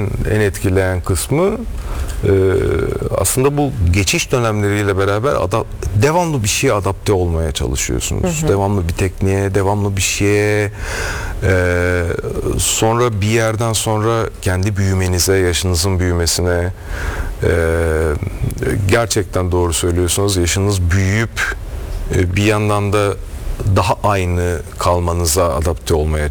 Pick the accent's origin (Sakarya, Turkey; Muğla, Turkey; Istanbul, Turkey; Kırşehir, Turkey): Muğla, Turkey; Milas; born there; now in Bodrum, Turkey; Evet, ben Milaslıyım gerçi, Milas doğumluyum